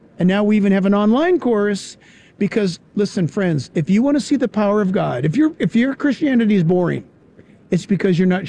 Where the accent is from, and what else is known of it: California, United States